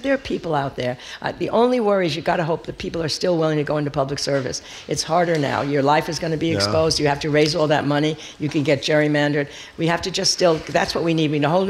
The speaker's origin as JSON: {"language": "English", "town": "Wichita", "region": "Kansas", "country": "United States", "said": "Well, I was from Wichita, Kansas, and I didn't really know what the CIA was back then."}